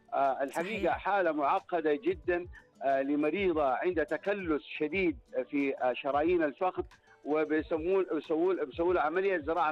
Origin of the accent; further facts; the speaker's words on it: Saudi Arabia; في بلدنا الحبيب المملكه العربيه السعوديه